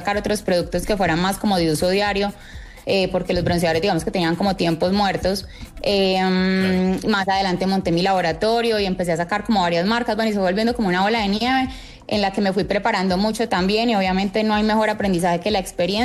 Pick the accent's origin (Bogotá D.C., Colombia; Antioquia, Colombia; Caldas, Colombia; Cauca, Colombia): Antioquia, Colombia; yo como buena paisa